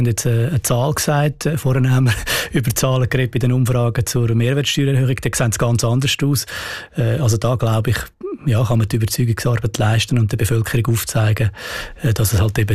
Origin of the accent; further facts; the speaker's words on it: Glarus, Switzerland; gerade auch in meinem Heimatkanton, in Glaris